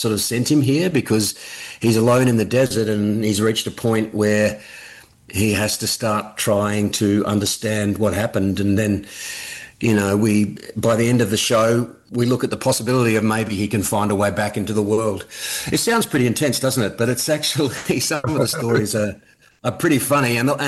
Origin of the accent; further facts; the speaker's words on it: Adelaide, South Australia, Australia; But growing up in Adelaide, the surf is marginal, close by.